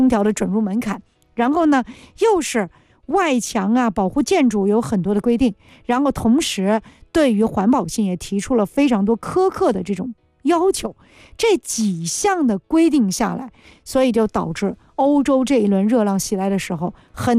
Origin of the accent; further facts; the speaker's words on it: China; 我们中国人有句话叫什么？